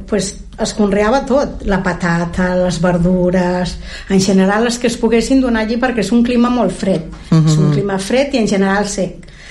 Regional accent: Castile and León, Spain; moved away; Era una població de Galícia, però les gestions i tots, com... en el carnet figura que som de León, però estem a la Franja, diguem. Aquest poble està entre León, entre Orense i Lugo, que ja són poblacions, bueno, gallegues.

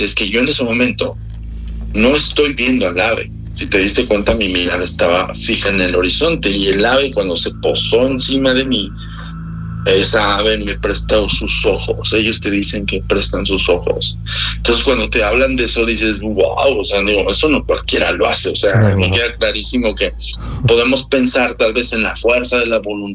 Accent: Mexico

